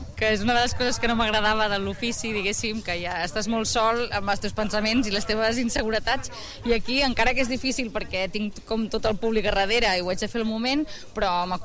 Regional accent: Martorell, Catalonia, Spain; Bueno, jo soc de Martorell, llavors ja...

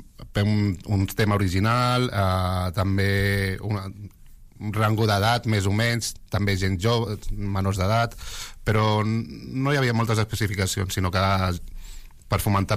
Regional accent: Sant Andreu de la Barca, Catalonia, Spain; jo que sóc de Sant Andreu de tota la vida

